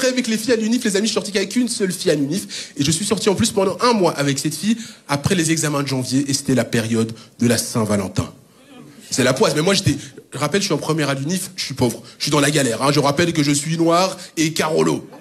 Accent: Kinshasa, DR Congo; born there; Tout d'abord, moi déjà, je suis né à Kinshasa, au Congo.

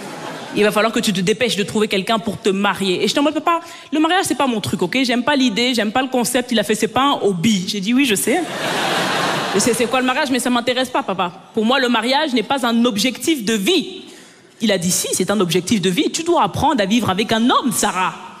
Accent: Belgium; Et moi, mes parents, ils sont nés, ils ont grandi au Cameroun. Je suis née et j'ai grandi en Belgique.

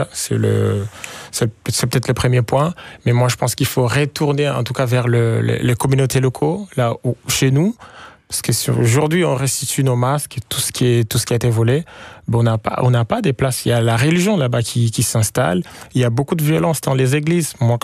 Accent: eastern Congo, DR Congo; moved away; Moi, j'ai grandi à l'Est

